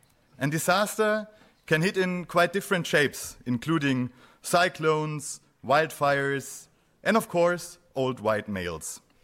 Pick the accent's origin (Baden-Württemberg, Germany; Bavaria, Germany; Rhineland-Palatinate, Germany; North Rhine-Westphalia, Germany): Baden-Württemberg, Germany; Reutlingen; born or raised there; English is a second language